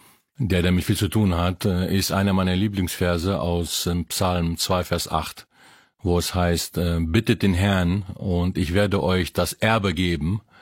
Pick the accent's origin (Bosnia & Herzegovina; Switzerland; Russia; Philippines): Philippines; Ich bin in den Philippinen aufgewachsen und mein Vater hat, der war Ingenieur und der hat auf einer anderen Insel gearbeitet.